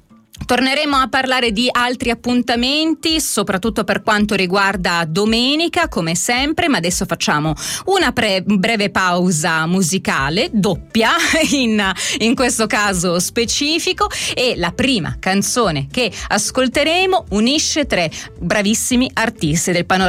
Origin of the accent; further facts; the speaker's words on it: Calabria, Italy; moved away; Io sono calabrese, scusatemi, purtroppo ho un limite per quanto riguarda questi tipi di pronunce.